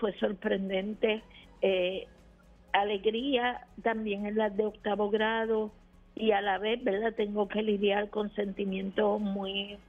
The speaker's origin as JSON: {"language": "Spanish", "town": "Loíza", "country": "Puerto Rico", "said": "yo amo a mi pueblo"}